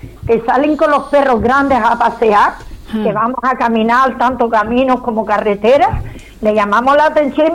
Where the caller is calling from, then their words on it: Canary Islands, Spain; de Tirajana.